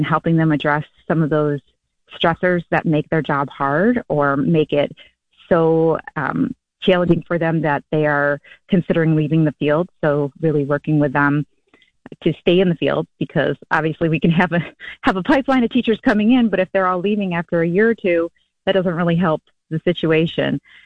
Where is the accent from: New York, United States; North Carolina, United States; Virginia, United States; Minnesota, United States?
New York, United States; Syracuse; And I said I wanted to represent my hometown, and that is Syracuse, New York.